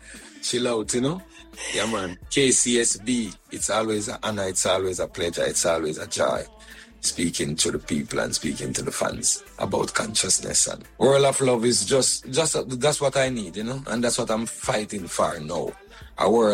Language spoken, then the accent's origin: English; Jamaica; not just for California, but for us as reggae artists, as Jamaican.